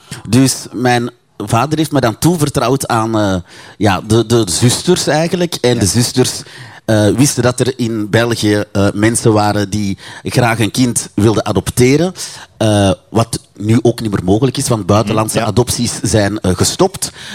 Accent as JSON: {"language": "Dutch", "country": "Mali", "said": "Wel, dus ik ben geboren in Mali. In een klein dorpje. Waar er eigenlijk alleen maar hutten zijn."}